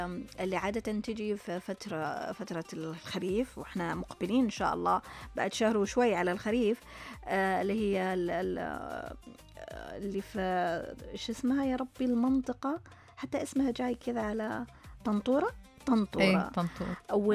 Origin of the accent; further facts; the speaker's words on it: Saudi Arabia; هنا في السعودية. يعني ما شاء الله ديرتنا قارة ما بين أجواء